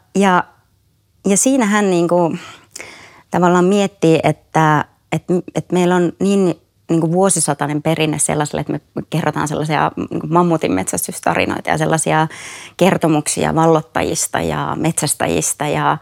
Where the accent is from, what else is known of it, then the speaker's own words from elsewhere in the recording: Kainuu, Finland; Ja mä oon itse kotoisin Kainuusta ja se on mulle tuttua, niin kuin tuttua maisemaa.